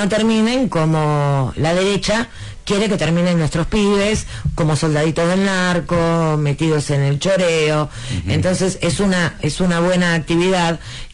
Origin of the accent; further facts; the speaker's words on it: Buenos Aires, Argentina; por más que hay muchos que somos porteños y no pensamos de esa manera